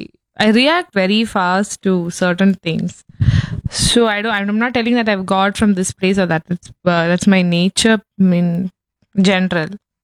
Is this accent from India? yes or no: yes; Tiruvalla, Kerala, India; moved away as an adult; also born or lived in Chennai; My place is in Tiruvalla. Only Tiruvalla, maximum to the Kottayam, I knew.